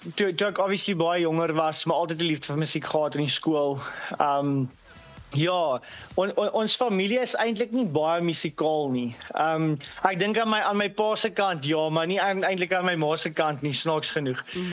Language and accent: Afrikaans; Barberton, Mpumalanga, South Africa; now in Meyerton, South Africa; En ja, ek het groot geword in Barberton in daai jare toe die musiek begin het. En ja, maar die wêreld getravel in Meyerton opgeëindig.